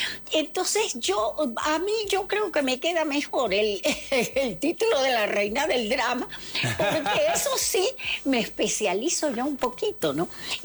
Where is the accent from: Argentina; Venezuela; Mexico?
Venezuela; Y que terminó en mi país, fíjate. Terminó en Venezuela